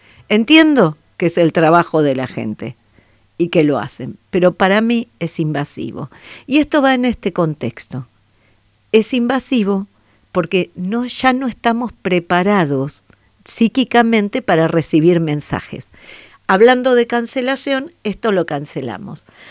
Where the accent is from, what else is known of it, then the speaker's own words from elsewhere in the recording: Buenos Aires, Argentina; Yo vivía en un barrio, en Parque Chacabuco